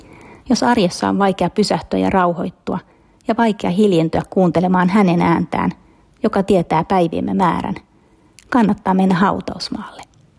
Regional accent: Lahti, Päijänne Tavastia, Finland; moved away; Itse asiassa uusi kotikaupunkini on entinen lapsuus- ja nuoruusvuosieni kaupunki eli Lahti.

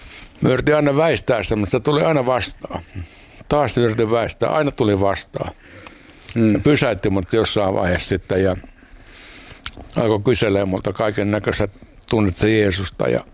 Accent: Helsinki, Uusimaa, Finland; born there; Joo, mä oon syntynyt Helsingissä.

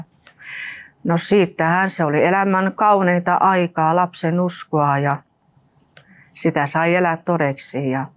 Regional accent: Rovaniemi, Lapland, Finland; also born or lived in Nurmes; now in Espoo, Finland; Mä oon tuolta Rovaniemeltä kotoisin ja sitten me ollaan Nurmiksesta muutettu tänne Espoon puolelle.

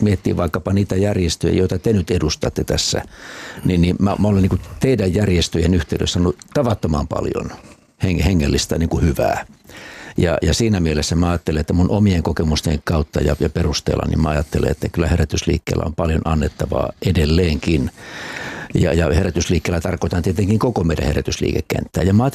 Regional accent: South Ostrobothnia, Finland; siellä mun omilla synnyin sijoilla Etelä-Pohjanmaalla

